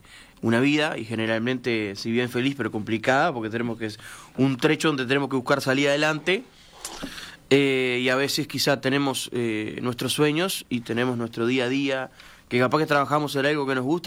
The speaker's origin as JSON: {"language": "Spanish", "region": "Mendoza", "country": "Argentina", "said": "Yo soy de Mendoza"}